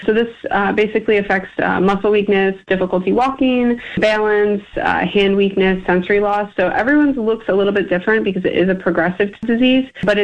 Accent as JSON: {"language": "English", "town": "Liverpool", "region": "New York", "country": "United States", "said": "So I am originally from Syracuse, Liverpool, exactly."}